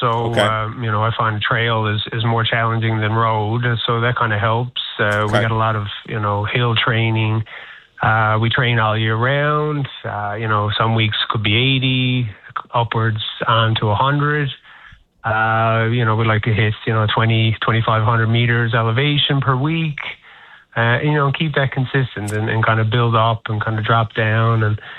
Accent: Trepassey, Newfoundland and Labrador, Canada; moved away; And we're going to go run to Trapassi. So it's my hometown.

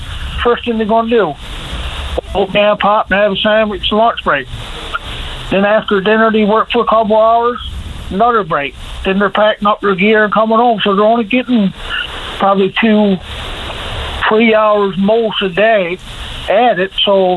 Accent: Burgeo, Newfoundland and Labrador, Canada; No, I'm in a corner, but I'm from Burgio.

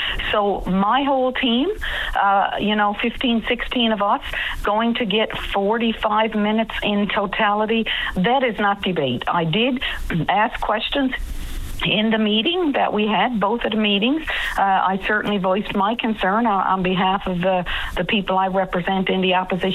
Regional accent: Newfoundland and Labrador, Canada; born there; Port Hope Simpson, 50 kilometers from my hometown.

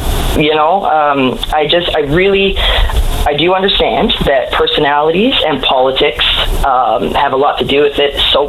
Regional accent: Newfoundland and Labrador, Canada; I may never see the electricity bill that I deserve to see as a Newfoundlander.

